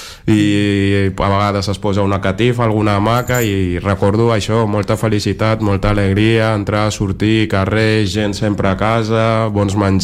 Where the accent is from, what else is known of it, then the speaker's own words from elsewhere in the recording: Senegal; also born or lived in Dakar; jo vaig néixer a Dakar, però sí que és veritat que em vaig criar a Yorbel. És una regió... d'allà també del Senegal